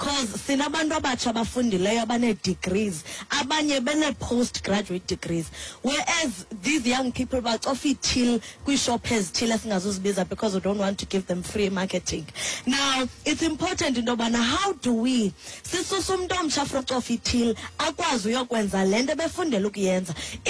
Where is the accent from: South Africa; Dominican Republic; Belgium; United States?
South Africa; Eastern Cape; I'm from Amathole district, a rural district.